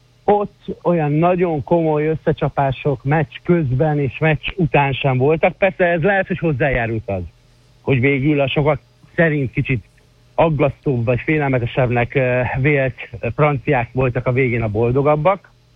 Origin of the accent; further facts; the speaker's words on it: Hungary; alapvetően magyarként